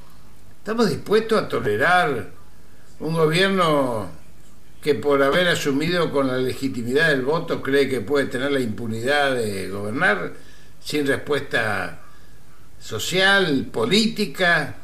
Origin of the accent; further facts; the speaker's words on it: Argentina; ¿Estamos los argentinos dispuestos